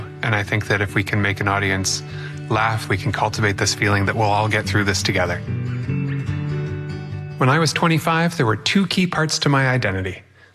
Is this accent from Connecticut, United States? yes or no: yes; Connecticut, United States; born there; now in Beacon, United States; I was born in Connecticut, but I've lived all over the United States and a few places in Europe, and I currently live in beautiful scenic Beacon, New York